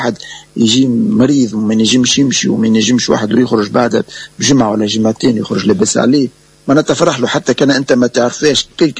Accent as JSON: {"language": "Arabic", "country": "Tunisia", "moved": "yes", "said": "أنا الوحيد تونسي"}